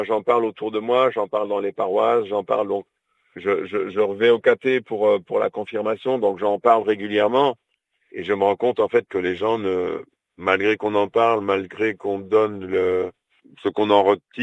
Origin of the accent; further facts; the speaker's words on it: Montpellier, Occitanie, France; nous, au niveau des paroisses, même qu'on est de Montpellier, hein